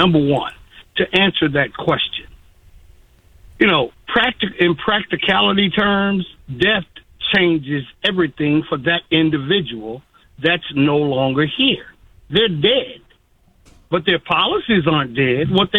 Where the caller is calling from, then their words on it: Cotton Valley, Louisiana, United States; I'm from Cotton Valley, Louisiana. I can go back to 1780, touch the grave of my paternal forebears.